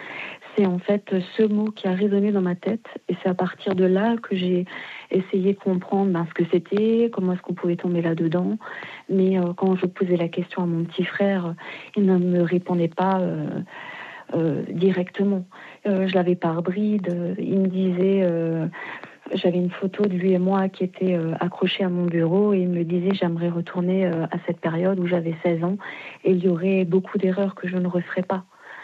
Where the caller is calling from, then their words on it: Grand Est, France; Je vous appelle d'Alsace.